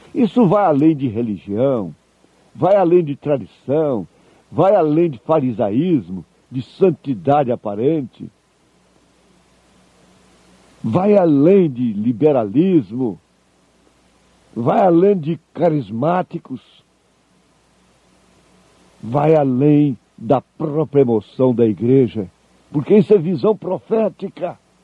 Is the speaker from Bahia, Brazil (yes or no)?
no; Goiás, Brazil; Eu me criei, eu nasci aqui perto de Goiânia, na cidade mais religiosa do estado.